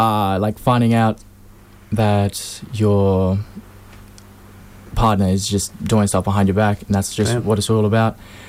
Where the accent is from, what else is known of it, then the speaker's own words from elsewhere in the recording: Darwin, Northern Territory, Australia; moved away as an adult; I went to Darwin. I was born and raised in Darwin for pretty much all my life, and then I went to boarding school for about 3 years.